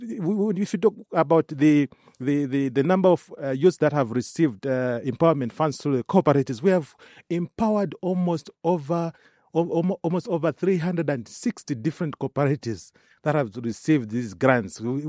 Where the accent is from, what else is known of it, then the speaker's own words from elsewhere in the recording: Lusaka, Lusaka Province, Zambia; I was born in Kamwala.